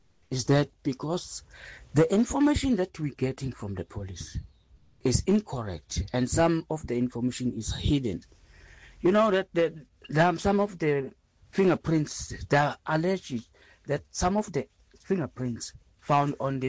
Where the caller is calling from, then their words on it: Cape Town, Western Cape, South Africa; in Cape Town.